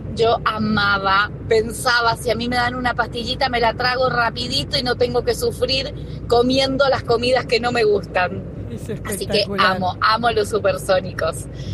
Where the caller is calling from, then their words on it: Godoy Cruz, Mendoza, Argentina; de Godoy Cruz.